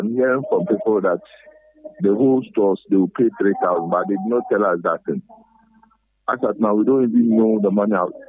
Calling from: Ghana; I'm calling you from Kodoko, Madina area.

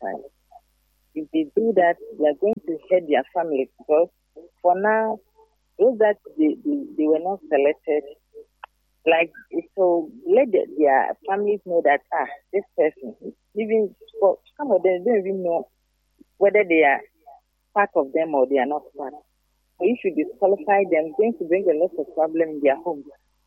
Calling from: Western Region, Ghana; I'm calling from Anaji.

